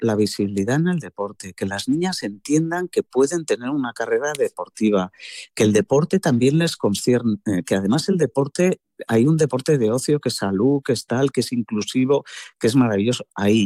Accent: Irun, Basque Country, Spain; está pasando, por ejemplo, en mi pueblo, en el polideportivo de Irún.

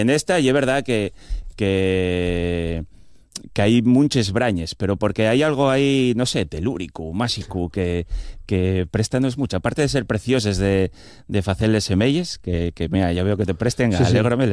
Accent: Avilés, Asturias, Spain; yo soy de Avilés, pero viví muchos años en la cuenca minera

